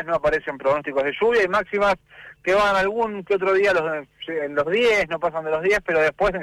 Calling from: Esquel, Chubut, Argentina; Lindo mediodía aquí en Esquel.

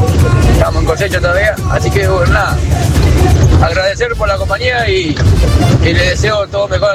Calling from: 25 de Mayo, Buenos Aires Province, Argentina; Bueno, yo soy camionero, soy 25 de mayo, provincia de Buenos Aires.

